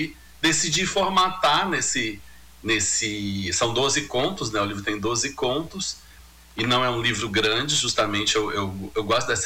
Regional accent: Rio Branco, Acre, Brazil; Eu sou de Rio Branco mesmo.

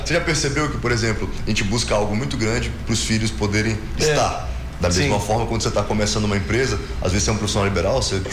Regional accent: Manaus, Amazonas, Brazil

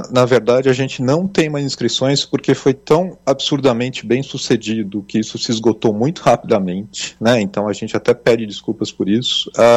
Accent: Brazil

